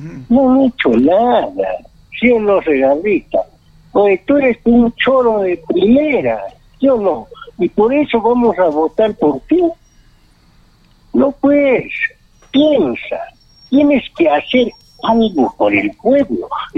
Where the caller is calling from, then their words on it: Arequipa, Peru; ¿Qué nos han dado a los arequipeños?